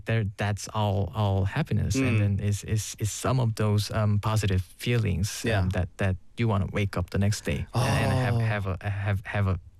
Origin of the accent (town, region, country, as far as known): South Korea; English is a second language